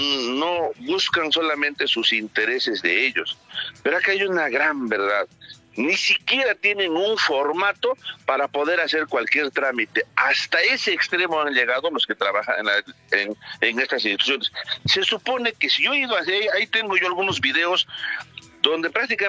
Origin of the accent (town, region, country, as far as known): Cusco, Peru